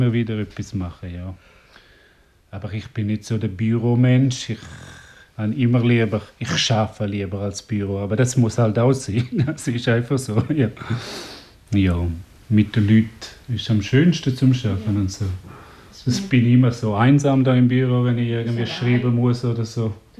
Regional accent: Graubünden, Switzerland; accent: Bündner; first language Romansh; German is a second language; now in Zurich, Switzerland; Vielleicht merkt man noch, ich bin ein Bündner. Bin in Graubünden aufgewachsen. Meine Muttersprache ist Rätoromanisch. Das ist so. Ja. Bin aber seit knapp 23 Jahren hier in Zürich.

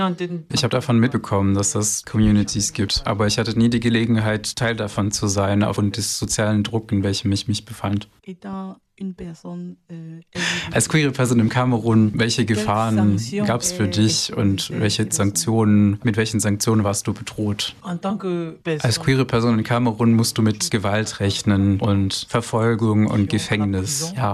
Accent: Nigeria; German is a second language; moved away; Ursprünglich wollte ich eigentlich nicht so weit von meinem Herkunftsland. Allerdings aufgrund der chaotischen Situation in Nigeria habe ich mich dazu entschieden

